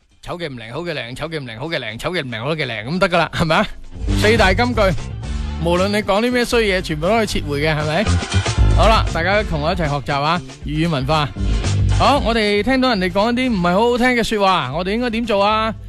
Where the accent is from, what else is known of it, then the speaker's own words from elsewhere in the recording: Guangdong, China; 对于我哋广东人嚟讲咧，